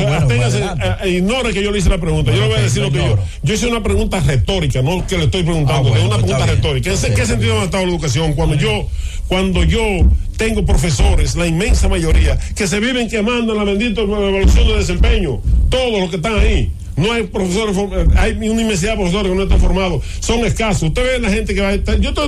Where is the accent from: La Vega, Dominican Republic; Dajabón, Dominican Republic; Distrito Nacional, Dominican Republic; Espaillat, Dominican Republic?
Dajabón, Dominican Republic; Yo conocía a don Fiste Medina, por ejemplo, en Dajabón, en mi pueblo.